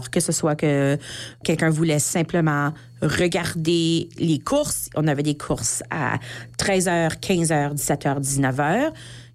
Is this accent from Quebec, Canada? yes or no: no; Saint-Labre, Manitoba, Canada; chez nous, à Saint-Labre